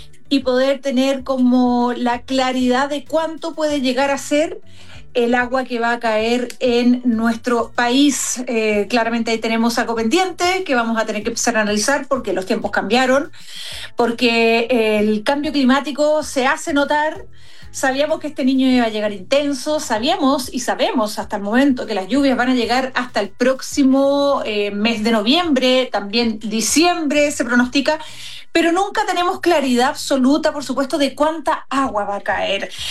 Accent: Osorno, Los Lagos, Chile

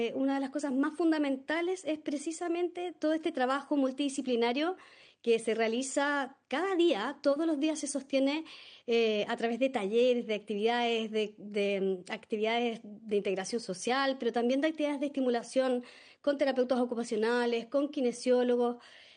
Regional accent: Chile; Y eso obviamente que implica un tremendo desafío para nosotros como chilenos.

